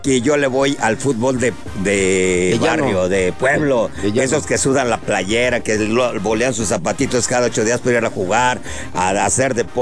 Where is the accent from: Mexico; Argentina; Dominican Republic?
Mexico; Soy mexicano